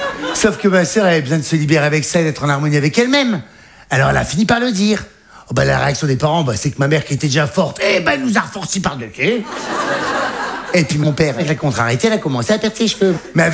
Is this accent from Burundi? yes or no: no; Hauts-de-France, France; là d'où je viens, c'est bien. Parce que moi, j'ai un petit village du Nord, là-haut, là, tu sais, à la frontière belge.